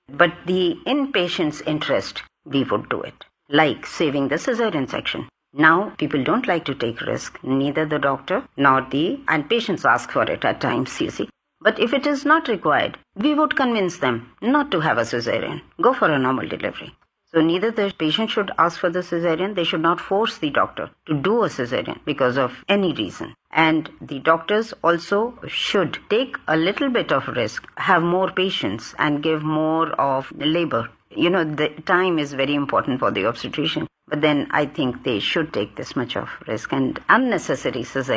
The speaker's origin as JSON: {"language": "English", "region": "Delhi", "country": "India", "tie": "born or raised there", "said": "Yeah, I was born in Delhi and I'm a pure Delhiite. I was born here, I was educated here, I did my MBBS here, I did my post-graduation here"}